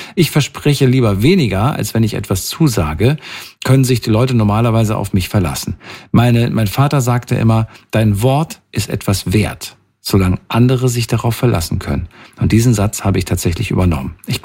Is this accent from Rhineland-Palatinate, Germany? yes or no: no; North Rhine-Westphalia, Germany; komme aber auch aus NRW.